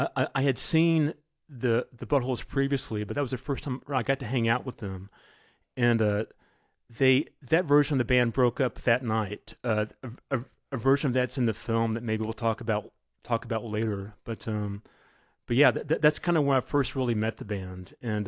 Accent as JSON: {"language": "English", "town": "Fort Worth", "region": "Texas", "country": "United States", "tie": "born or raised there", "said": "I grew up in Fort Worth, and Mr. Peppermint was kind of our local Mr. Rogers in a way."}